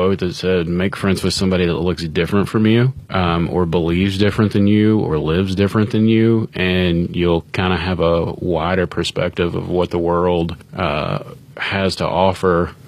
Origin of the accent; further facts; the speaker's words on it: Appalachia, United States; accent: Appalachian; But I'm also from Appalachia. We didn't grow up with everything, you know.